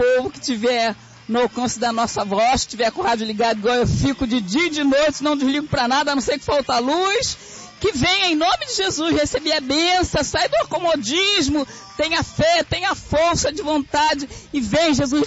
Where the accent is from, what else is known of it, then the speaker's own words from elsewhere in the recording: Belford Roxo, Rio de Janeiro, Brazil; Belfor Roxo.